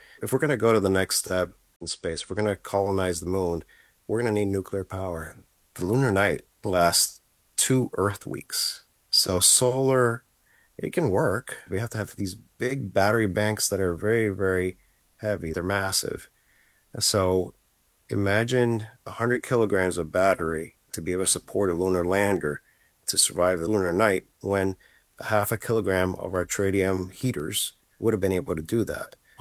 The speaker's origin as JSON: {"language": "English", "town": "Miami", "region": "Florida", "country": "United States", "tie": "born or raised there", "said": "I was born and raised in Miami."}